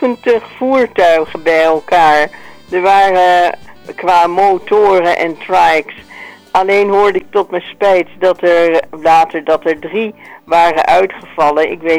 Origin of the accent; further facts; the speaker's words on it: Gelderland, Netherlands; Ik kom een beetje uit de Achterhoek.